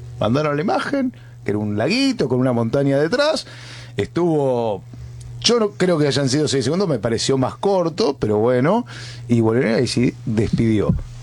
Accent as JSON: {"language": "Spanish", "country": "Argentina", "said": "los argentinos."}